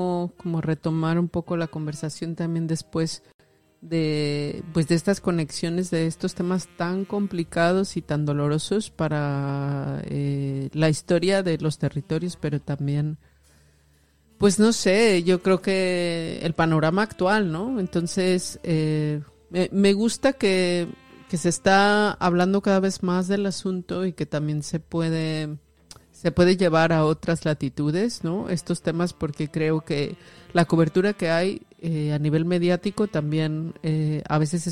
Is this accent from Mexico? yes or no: yes; Mexico; moved away; ¿de dónde eres? Hija, de México.